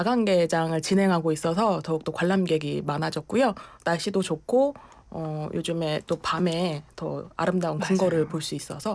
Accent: Seoul, South Korea; 저는 이제 서울 사람인데 이 딱딱한 이 도심에서 좀 편안한 자연으로 들어가는 느낌이 너무 좋은 것 같습니다.

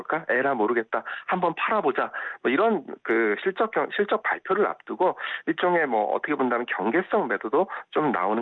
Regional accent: South Korea; 저도 한국인으로서

